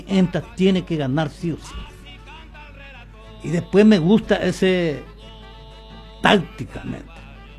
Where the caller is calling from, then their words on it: Paraguay; como paraguayo